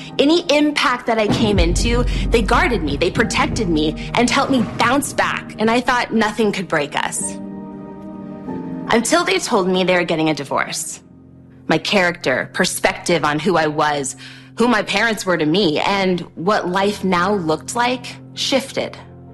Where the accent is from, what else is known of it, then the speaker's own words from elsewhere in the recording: Texas, United States; I grew up in Texas, I'm half Nigerian, I hardly handle the cold at all.